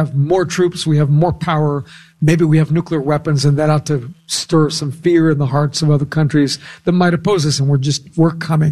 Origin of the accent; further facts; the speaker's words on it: California, United States; So in my home state of California in the early 1970s